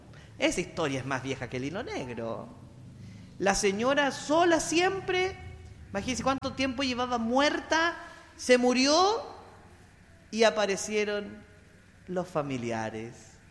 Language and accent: Spanish; Chile; todos somos chilenos